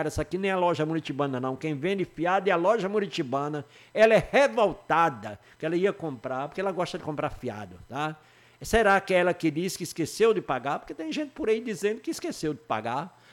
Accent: Brazil; eu sou brasileiro

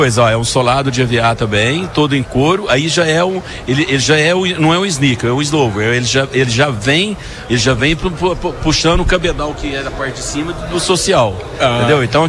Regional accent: Minas Gerais, Brazil; now in Franca, Brazil; Sou mineiro

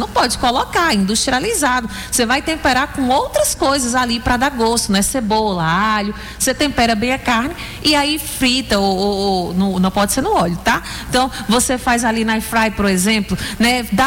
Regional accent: Northeast Region, Brazil; a gente que é do Nordeste, como bom nordestino

